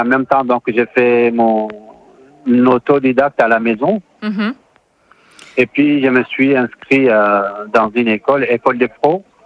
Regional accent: north, Chad; moved away as an adult; also born or lived in Algeria; Donc moi, je viens du nord du Tchad, donc je fais partie d'une famille nomade sédentarisée.

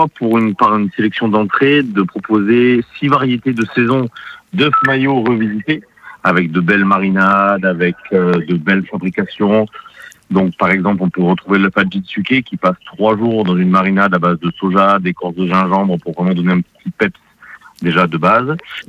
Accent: South-West France, France; moved away; moi, je suis originaire du Sud-Ouest.

